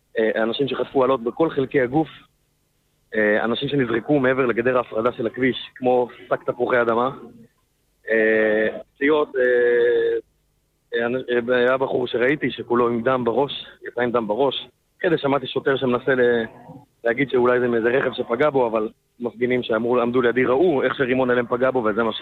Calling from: Beit Shemesh, Jerusalem District, Israel; אני מגיע מבית שמש.

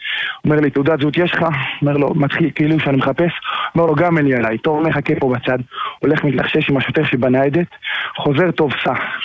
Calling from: Jerusalem District, Israel; ביתר וירושלים ובית שמש, שזה האזור שלי

